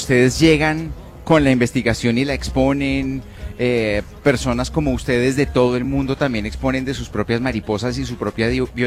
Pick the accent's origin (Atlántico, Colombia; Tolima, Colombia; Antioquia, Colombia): Antioquia, Colombia; El Retiro; Nosotros venimos de Retire Antioquia.